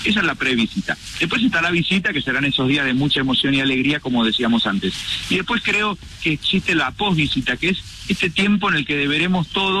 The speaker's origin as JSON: {"language": "Spanish", "country": "Argentina", "said": "nos va a reencontrar como pueblo argentino"}